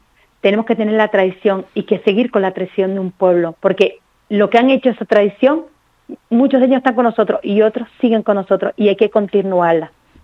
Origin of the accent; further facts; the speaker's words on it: Icod el Alto, Canary Islands, Spain; mi gente, mis cochineros de Icodel, los cochineros de Icodel Alto